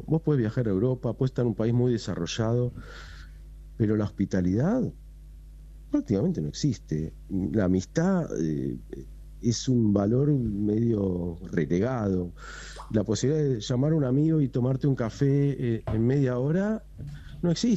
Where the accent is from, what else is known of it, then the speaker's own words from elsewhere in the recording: Argentina; todos como argentinos, que somos un pueblo hospitalario